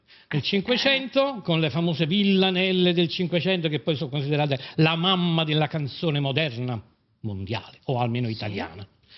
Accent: Naples, Campania, Italy; moved away as an adult; also born or lived in Florence; noi napoletani cantiamo le nostre canzoni

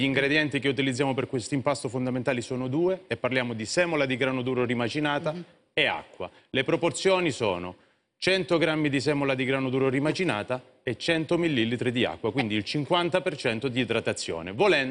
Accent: Calabria, Italy; appartiene alla mia terra, la Calabria.

